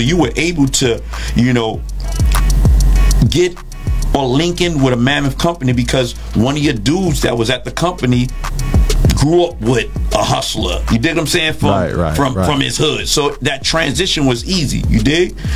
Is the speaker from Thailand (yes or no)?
no; New York City, New York, United States; Growing up in the Bronx